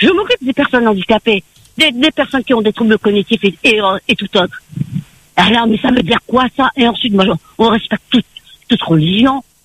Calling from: Bras-Panon, Réunion; Moi, j'habite à Brapanon.

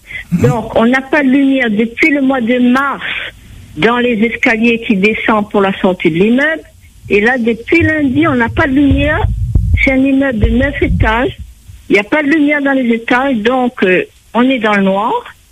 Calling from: Saint-Denis, Réunion; Saint-Denis

